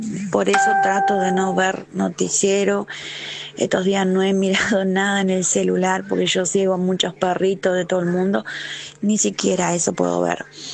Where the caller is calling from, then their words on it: Argentina; de San Cristóbal